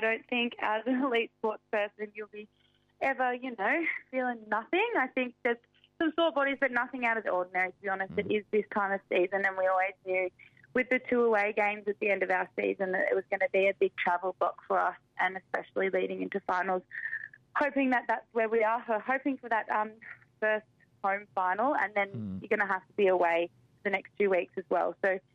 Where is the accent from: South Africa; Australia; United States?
Australia; Victoria; moved away; back in Victoria, my home state, so I had lots of friends and family there